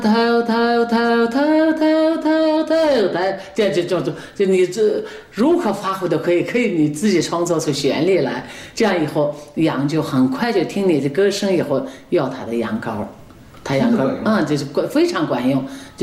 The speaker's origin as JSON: {"language": "Chinese", "region": "Inner Mongolia", "country": "China", "tie": "born or raised there", "moved": "yes", "said": "我从小在草原上长大，小时候呢，就是很少能看得见人，没人，四五十里地才有一座蒙古包"}